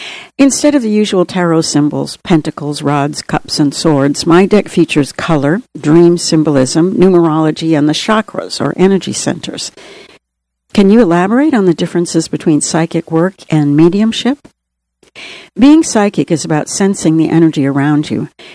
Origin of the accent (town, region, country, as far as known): Boston, Massachusetts, United States; born or raised there